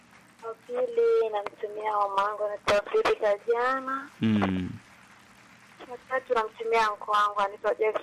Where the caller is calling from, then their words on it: Dar es Salaam, Tanzania; natoka Bunde Dar es Salaam.